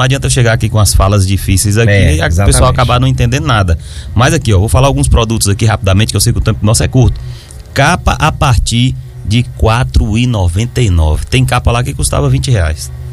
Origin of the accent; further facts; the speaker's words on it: Bahia, Brazil; E nós que somos baianos, a gente só acredita vendo, né, assim, as coisas, só pegando, né, que a gente tem o costume.